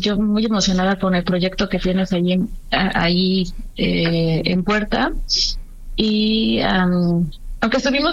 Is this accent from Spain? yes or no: no; Mexico City, Mexico; now in Cuernavaca, Mexico; bueno, yo soy de la Ciudad de México.